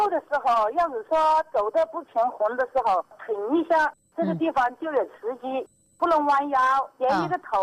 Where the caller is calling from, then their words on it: Shishou, Hubei, China; 我是湖北石首的。